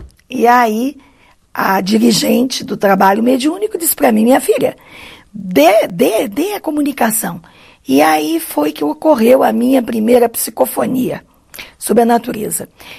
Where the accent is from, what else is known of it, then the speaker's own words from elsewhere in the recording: Recife, Pernambuco, Brazil; born there; porque eu nasci em Recife, no estado de Pernambuco, e eu acompanhava minha mãe.